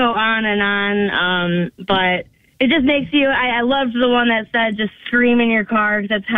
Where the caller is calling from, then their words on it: Mount Pleasant, South Carolina, United States; Mount Pleasant.